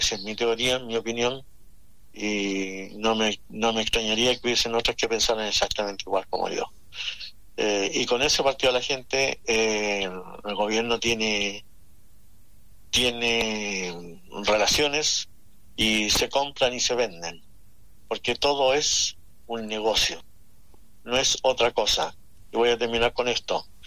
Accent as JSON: {"language": "Spanish", "country": "Chile", "said": "somos chilenos, vivo en Chile, pero no sé, queremos, no sé si todos conocen Santiago, porque somos de San Ramón"}